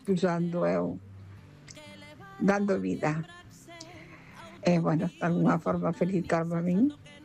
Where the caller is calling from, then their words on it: A Pobra, Galicia, Spain; Hola, boas noites a toda a familia de Pensando en Ti. … da Pobra.